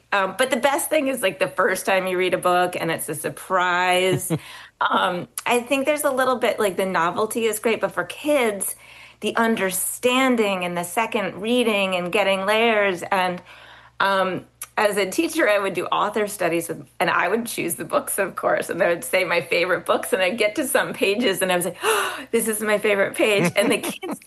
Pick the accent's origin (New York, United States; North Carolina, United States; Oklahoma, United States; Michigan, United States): New York, United States; Plattsburgh; she and I grew up in Plattsburgh, New York. We were 80s kids.